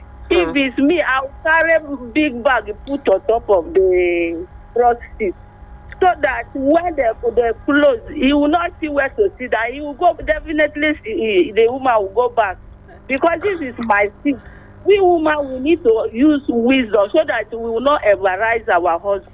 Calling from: Nigeria; I'm calling from Olulade.

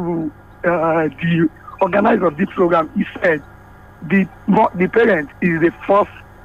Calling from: Nigeria; from Alore.

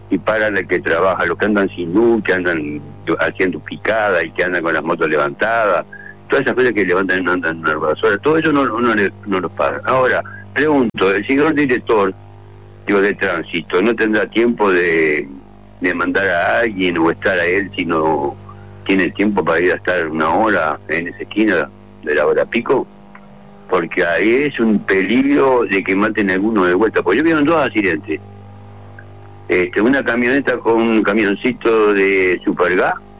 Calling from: Maldonado, Uruguay; soy un vecino de Maldonado y yo ando en moto, ¿no?

